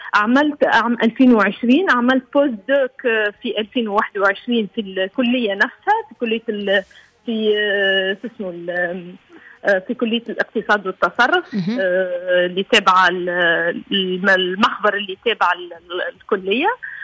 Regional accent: Kairouan, Kairouan Governorate, Tunisia; also born or lived in Ouardanine / Sahline; القروين، وحتى تولدت في القروين أنا.

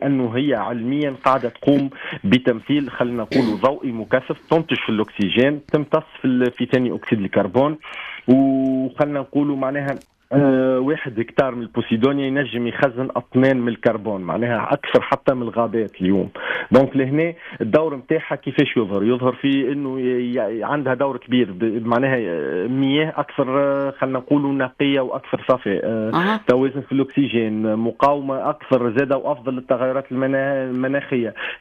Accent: Tunisia; احنا في تونس

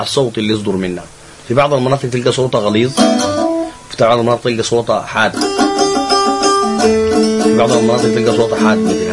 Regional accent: Sudan; عندنا في السودان

